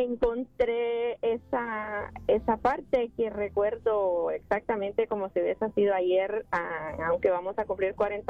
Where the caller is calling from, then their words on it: Moreno Valley, California, United States; yo vivo en Moreno Valley